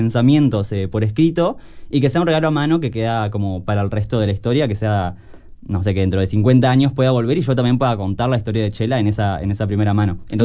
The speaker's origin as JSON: {"language": "Spanish", "town": "Los Cerrillos", "region": "Canelones", "country": "Uruguay", "tie": "born or raised there", "said": "yo soy de Los Cerrillos en Canelones"}